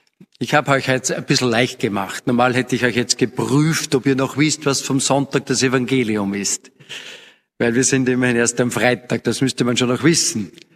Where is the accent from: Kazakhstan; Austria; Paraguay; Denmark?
Austria; Upper Austria; Heuer haben wir gesehen, ein schwieriges Jahr, zumindest bei uns im Mühlviertel.